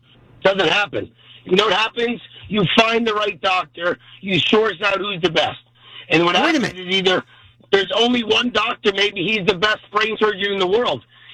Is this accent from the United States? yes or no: yes; United States; And when I lived there, it's amazing as an American, this was almost about 18 years ago.